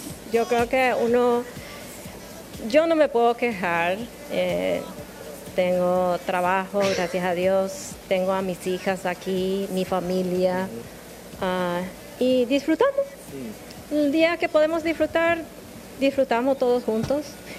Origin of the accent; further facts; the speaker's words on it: Caraguatal, Paraguay; now in United States; Soy de Caraguatal.